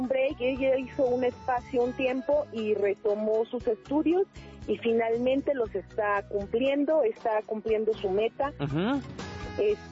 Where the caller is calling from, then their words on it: Nezahualcóyotl, State of Mexico, Mexico; De Ciudad Nezahualcóyotl.